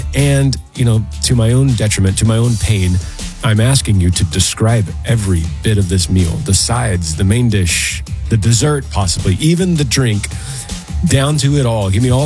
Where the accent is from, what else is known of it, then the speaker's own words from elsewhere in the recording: Texas, United States; Because I'm a Texan, and I am not cultured enough.